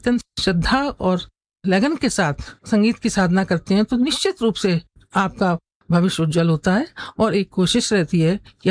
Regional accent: Firozabad, Uttar Pradesh, India; born there; now in Agra, India; मेरा जन्म 1961 में हुआ था, फिरोजाबाद में

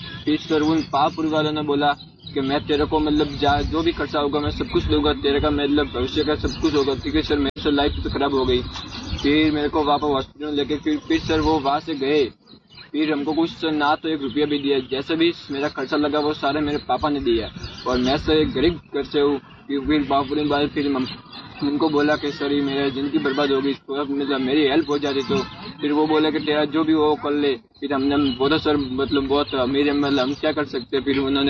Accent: Rajasthan, India; मैं सर सिरोही जिले से हूँ।

